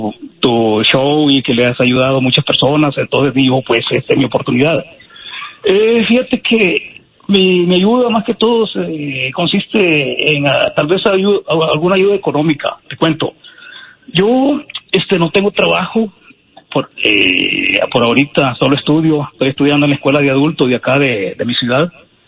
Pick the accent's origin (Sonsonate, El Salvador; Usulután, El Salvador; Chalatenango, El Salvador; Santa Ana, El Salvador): Chalatenango, El Salvador; moved away; Soy originario de El Salvador, del departamento de Chalatenango.